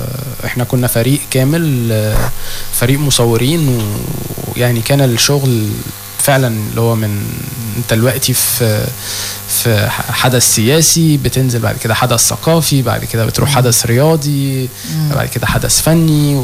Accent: Minya, Minya Governorate, Egypt; moved away as an adult; أنا جاي من المنيا. المنيا هي في صعيد مصر، 250 كيلو من القاهرة.

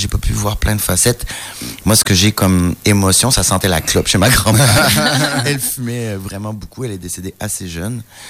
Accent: Quebec, Canada; moved away as an adult; also born or lived in Saint-Inglevert, France; now in Lille, France; Je suis né au Québec. Je suis québécois. Et j'habite en France depuis 11 ans.

